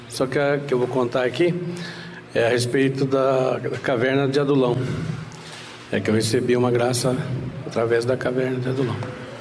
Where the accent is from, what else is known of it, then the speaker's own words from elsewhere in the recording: Serra Negra, São Paulo, Brazil; Sou da cidade de Serra Negra.